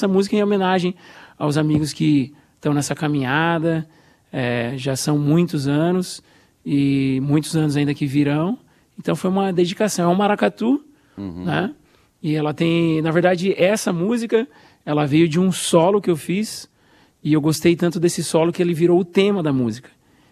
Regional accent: Itu, São Paulo, Brazil; now in United States; E já faz. São 14 anos já morando nos Estados Unidos. Eu sou do interior de São Paulo, de Itu. Cresci tocando em projeto social, banda de música, estudei na Unicamp.

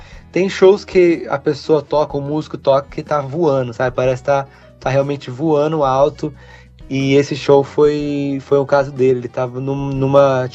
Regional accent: Campinas, São Paulo, Brazil; moved away as an adult; also born or lived in Valinhos, Brazil / Boston, United States; now in Orlando, United States; Atualmente tô morando em Orlando, eu nasci em Valinhos, né? Cresci, uhum, em Campinas. 2021 fui para Boston fazer faculdade lá na Berklee College of Music. E agora, atualmente, estou morando em Orlando, na Flórida.

